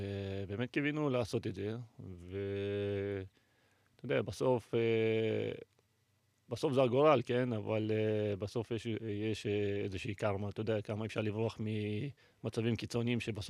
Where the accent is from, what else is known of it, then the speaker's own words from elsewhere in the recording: Nof HaGalil, Northern District, Israel; גם גדלתי ברחובות שם בנוף הגליל, וגם במועדון עצמו, מילדים עד לבוגרים